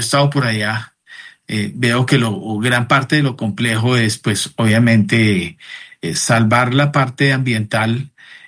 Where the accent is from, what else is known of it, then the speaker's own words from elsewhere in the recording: Pereira, Risaralda, Colombia; pues yo soy pereirano.